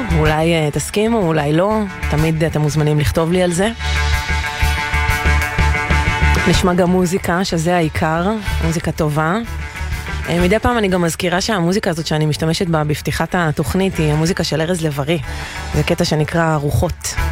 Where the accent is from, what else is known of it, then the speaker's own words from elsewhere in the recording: Ashdod, Southern District, Israel; אצלנו באשדוד